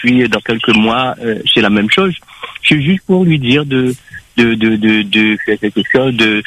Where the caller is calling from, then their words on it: Réunion; j'habite au Boulay.